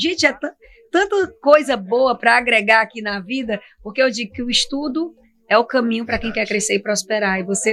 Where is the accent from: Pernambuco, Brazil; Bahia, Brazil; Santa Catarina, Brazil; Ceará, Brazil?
Ceará, Brazil; Coreaú; born or raised there; moved away as an adult; also born or lived in Sobral; now in Fortaleza, Brazil